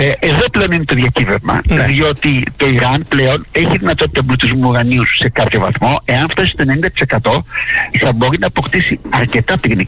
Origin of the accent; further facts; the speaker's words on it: Ionian Islands, Greece; also born or lived in Lefkada / Kefalonia; Από τα δύο νησιά πάνω και κάτω στη Λευκάδα.